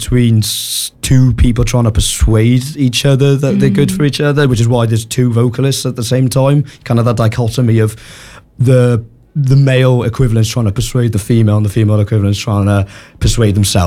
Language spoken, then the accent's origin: English; Wales, United Kingdom; I'm Welsh, I can't help it.